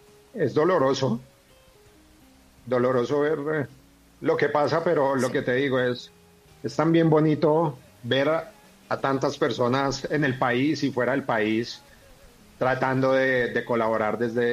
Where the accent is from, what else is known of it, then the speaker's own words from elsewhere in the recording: Bogotá, Colombia; now in Cali, Colombia; Bueno, primero, yo soy de Bogotá, pero amo Cali, me fui muy joven para allá